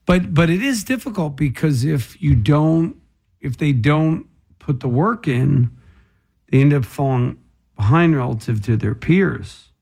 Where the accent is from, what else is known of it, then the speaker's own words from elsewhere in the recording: New Jersey, United States; I'm from Ocean County.